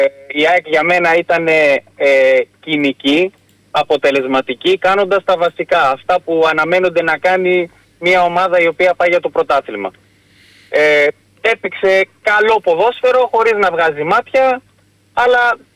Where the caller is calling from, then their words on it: Agia Paraskevi, Attica, Greece; είμαι από Αγία Παρασκευή.